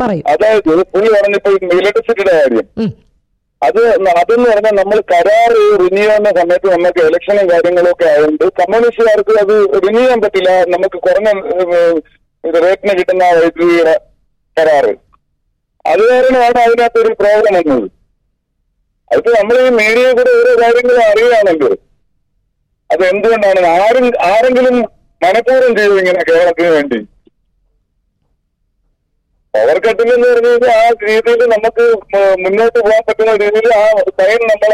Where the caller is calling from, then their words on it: Kollam, Kerala, India; കൊല്ലത്ത്.